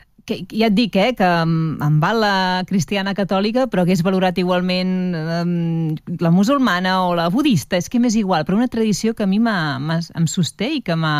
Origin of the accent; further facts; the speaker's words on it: Vilafranca del Penedès, Catalonia, Spain; also born or lived in Barcelona; Vam marxar de Barcelona per feina, suposo, per feina del meu pare. Sí, sí, vam anar a parar a Vilafranca